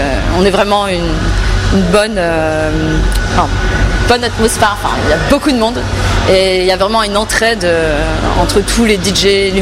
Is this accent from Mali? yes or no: no; Lille, Hauts-de-France, France; parce que je suis lilloise